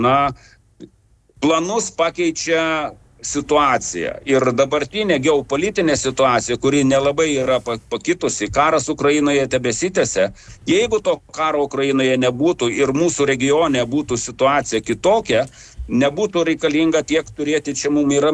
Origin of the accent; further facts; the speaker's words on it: Klaipėda, Klaipėda County, Lithuania; Kadangi esu klaipėdietis ir ta moteris, kuri skambino iš būtent iš Baltijos prospekto, kadangi aš ten esu užaugęs ir baigęs Baltijos dabartinę gimnaziją, tuometinė 18.